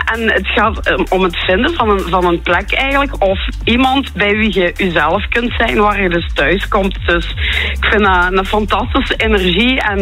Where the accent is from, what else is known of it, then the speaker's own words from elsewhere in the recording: Limburg, Belgium; ik ben van Limburg, dus Limburgers helpen elkaar maar, hè.